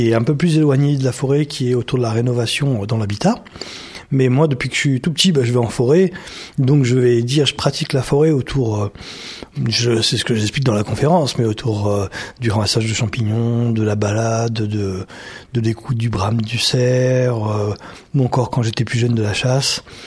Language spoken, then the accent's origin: French; Nouvelle-Aquitaine, France; Moi, je suis du Limousin